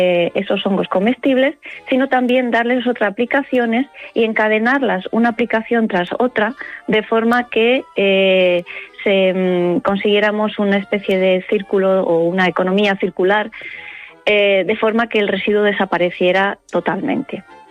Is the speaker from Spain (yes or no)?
yes; Murcia, Region of Murcia, Spain; now in Madrid, Spain; soy murciana. Nací en Murcia, crecí toda mi infancia pasando los veranos en los Urrutias, en las orillas del Mar Menor